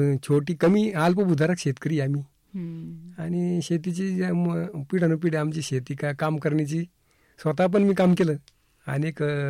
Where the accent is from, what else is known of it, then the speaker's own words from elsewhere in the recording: Maharashtra, India; तसं माझं बालपण आहे ना अतिशय खेडेगावात निंभारी गावात झालं.